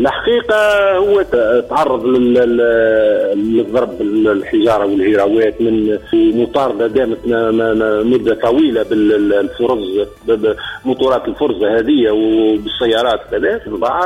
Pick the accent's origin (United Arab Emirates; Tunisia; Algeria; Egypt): Tunisia